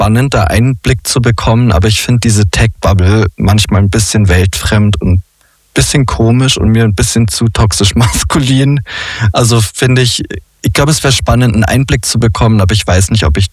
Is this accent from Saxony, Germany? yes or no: no; Bavaria, Germany; Als Bayer ist man eh fast auch Österreicher.